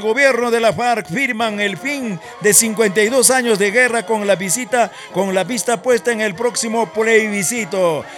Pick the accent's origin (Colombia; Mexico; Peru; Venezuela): Peru; Collahuasi, Ancash; le cantamos a mi tierra natal.